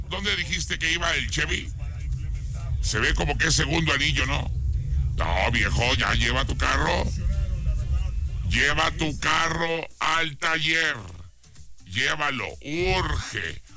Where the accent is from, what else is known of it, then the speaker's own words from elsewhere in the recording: Guadalajara, Jalisco, Mexico; now in Aguascalientes, Mexico; tengo ganas de ir a mi tierra